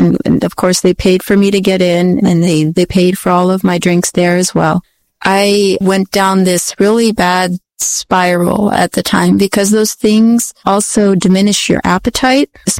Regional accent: Germany; moved away; I grew up in Germany and I went to school in Germany as well.

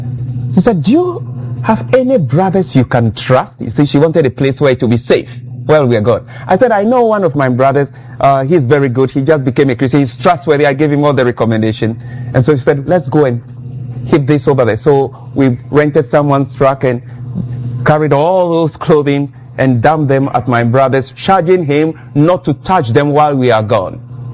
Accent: Ghana; now in United States; I'm from Ghana.

